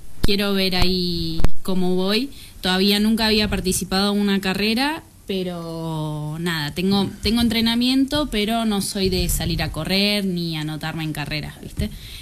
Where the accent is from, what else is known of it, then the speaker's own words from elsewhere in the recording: San Martín, Argentina; now in Junín, Argentina; Yo soy de San Martín, ahora estoy viviendo acá.